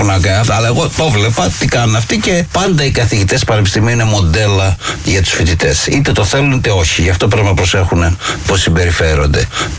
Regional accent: Pylos, Peloponnese, Greece; moved away; Η καταγωγή μου τι εννοεί, δηλαδή ότι ήμουν από την Πύλο?

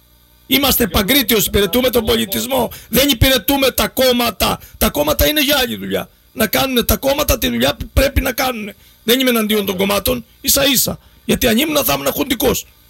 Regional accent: Crete, Greece; Και ειδικά εμείς οι κριτικοί που μας ακούτε τώρα από το Μεγαλόνισο και από το Φάρο

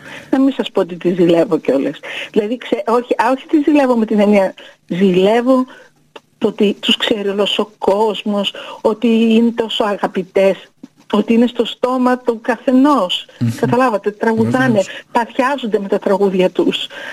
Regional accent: Veria, Central Macedonia, Greece; moved away; Είμαι λαϊκό κορίτσι, όπως έφυγα από τη Βέρεια.

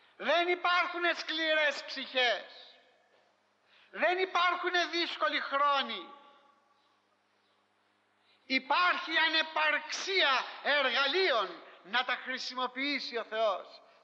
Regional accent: Greece; Και εντράπηκα σαν Έλληνας.

